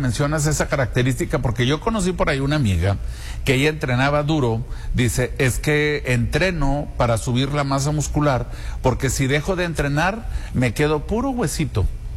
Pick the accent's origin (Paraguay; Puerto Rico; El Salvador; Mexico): Mexico; northern Mexico; nosotros somos mexicanos del norte